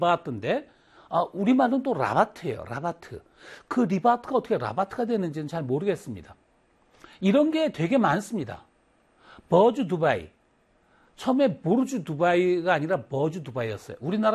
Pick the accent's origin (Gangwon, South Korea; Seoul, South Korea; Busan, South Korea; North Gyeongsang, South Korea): Gangwon, South Korea; Wonju; 내가 원주 사람이니까